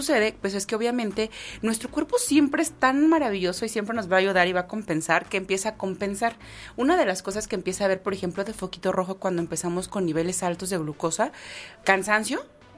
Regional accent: Mexico; nosotros tendemos mucho a los excesos como mexicanos

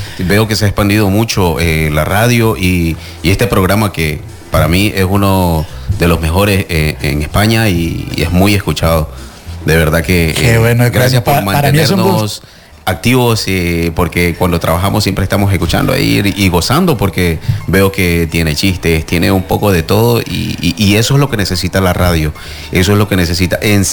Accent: Guayaquil, Guayas, Ecuador; also born or lived in Spain; now in Germany; Yo soy de Ecuador, de Guayaquil.

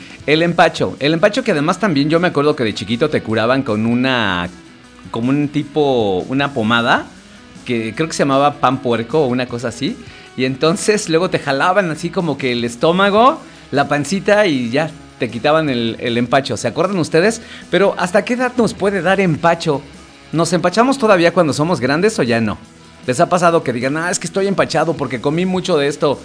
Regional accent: Mexico; nosotros como mexicanos así le decimos

